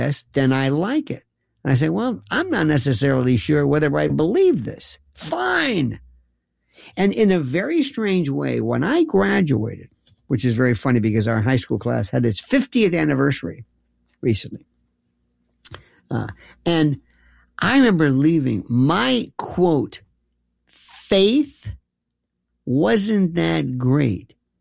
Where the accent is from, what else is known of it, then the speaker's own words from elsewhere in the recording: Tampa, Florida, United States; And I lived growing up in Tampa, or Tampa, as you would say, which is the home of MacDill Air Force Base.